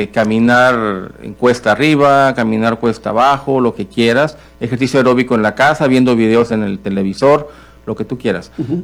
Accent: Mexico

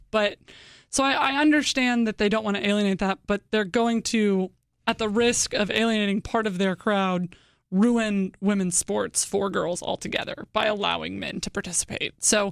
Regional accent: Oklahoma City, Oklahoma, United States; I know him as Enes Kanter from his days playing with the Oklahoma City Thunder in my hometown.

